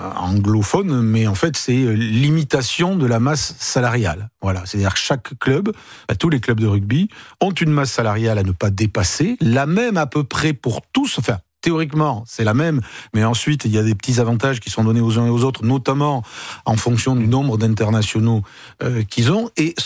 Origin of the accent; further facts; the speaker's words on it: Bayonne, Nouvelle-Aquitaine, France; Moi, je suis de Bayonne